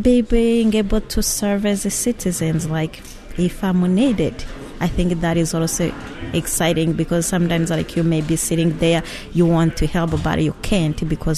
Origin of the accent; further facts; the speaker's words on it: Rwanda; English is a second language; moved away; I'm from Rwanda. So I came here January 2013.